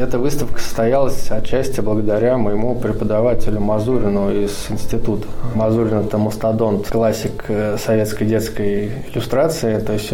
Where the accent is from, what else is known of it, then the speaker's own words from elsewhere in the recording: Oryol, Oryol Oblast, Russia; я из Орла